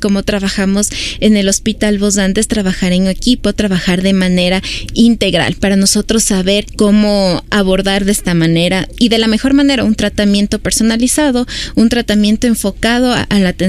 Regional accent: Ecuador; nosotros como cultura latina, como cultura ecuatoriana

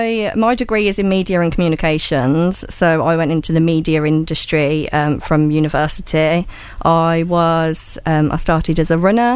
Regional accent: Birmingham, West Midlands, United Kingdom; moved away as an adult; now in Essex, United Kingdom; So obviously, I am a Brummie. I actually moved to Essex for a man. So I fell in love, moved to Essex

